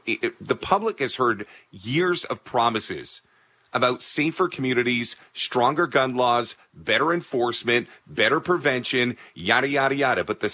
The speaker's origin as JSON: {"language": "English", "town": "Toronto", "region": "Ontario", "country": "Canada", "said": "this is my home. I'm from Toronto."}